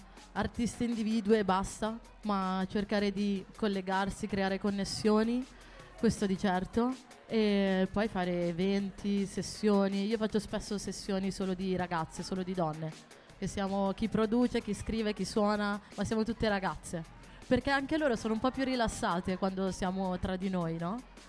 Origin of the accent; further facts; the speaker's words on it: Milan, Lombardy, Italy; sono di Milano Nord, siamo a Milano Sud, mi trovo bene.